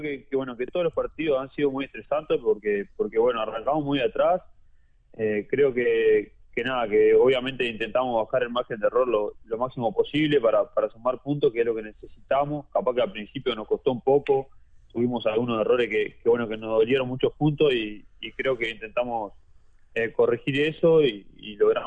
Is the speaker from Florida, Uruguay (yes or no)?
yes; Mendoza Chico, Florida, Uruguay; moved away; also born or lived in Montevideo; Y yo nací, Mendoza Chico